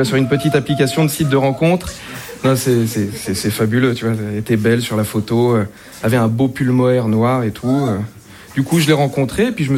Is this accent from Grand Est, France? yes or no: no; Île-de-France, France; Oui, parce que … parce que j'aime bien les Moritos et je viens de Seine-et-Marne.